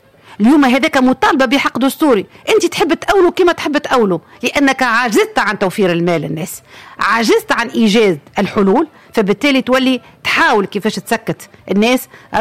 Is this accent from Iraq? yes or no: no; Tunisia; انا مواطن تونسي